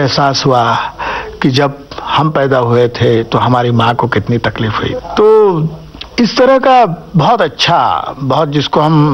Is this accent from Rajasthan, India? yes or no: no; Ahmednagar, Maharashtra, India; अहमदनगर में ही मेरी पढ़ाई हुई, स्कूल की, कॉलेज की, वहीं मैंने थिएटर किया, एक्टिंग की। मेरे गांव में पानी कम है